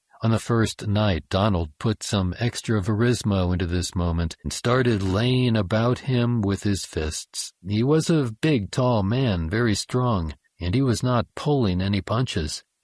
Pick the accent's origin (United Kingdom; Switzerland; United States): Switzerland; Geneva; first language French; English is a second language; also born or lived in Rotterdam; now in Netherlands; Yes, I was born in Rotterdam, but my family moved to Geneva when I was a baby, so I never spoke Dutch. I had to learn Dutch for this job. My mother tongue is French, and my culture is Swiss, very Swiss.